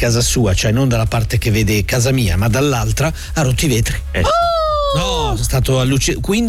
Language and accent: Italian; Ticino, Switzerland; Noi siamo del Mendrisiotto